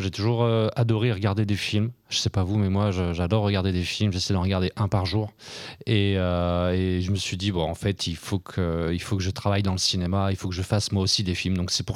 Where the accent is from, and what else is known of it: Bourg-en-Bresse, Auvergne-Rhône-Alpes, France; born or raised there